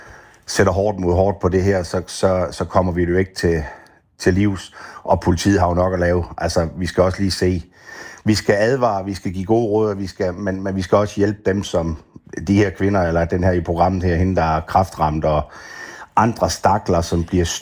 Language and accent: Danish; Funen, Region of Southern Denmark, Denmark; nu er jeg jo fynbo.